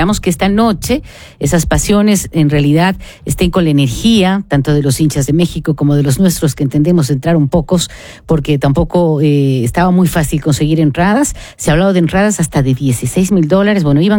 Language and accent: Spanish; Ecuador